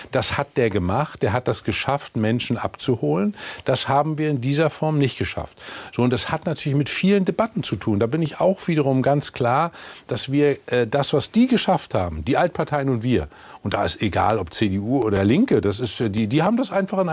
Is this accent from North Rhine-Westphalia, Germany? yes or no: no; Mecklenburg-Vorpommern, Germany; in meiner Heimat in Mecklenburg-Vorpommern wird das anders sein.